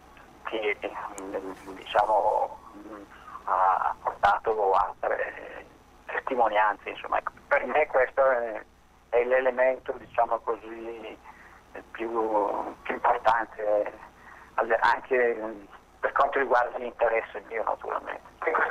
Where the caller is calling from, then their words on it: Lombardy, Italy; Chiamo dal Lago di Seo